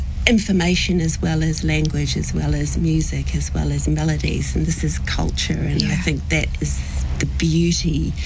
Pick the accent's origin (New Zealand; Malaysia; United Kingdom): New Zealand; It was so hard to get your songs on the radio, not just being a New Zealander, but being Pacific was even harder.